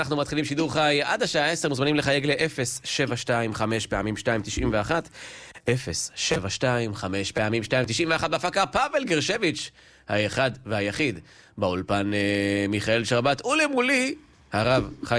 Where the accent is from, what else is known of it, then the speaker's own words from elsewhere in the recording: Petah Tikva, Central District, Israel; born there; בפתח תקווה, כן, בעיר הולדתי.